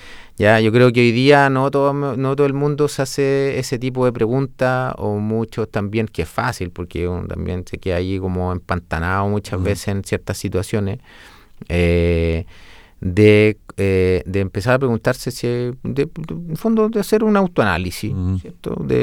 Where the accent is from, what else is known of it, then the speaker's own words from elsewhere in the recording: Rengo, O'Higgins, Chile; moved away; yo vengo de la región de O'Higgins, de una comuna que se llama Rengo